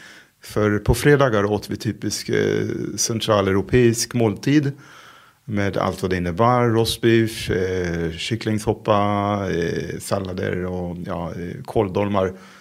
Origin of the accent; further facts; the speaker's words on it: Israel; first language Hebrew; Swedish is a second language; moved away as an adult; now in Sweden; Hebreiska är mitt modersmål, svenska, engelska och så kan jag kommunicera på franska.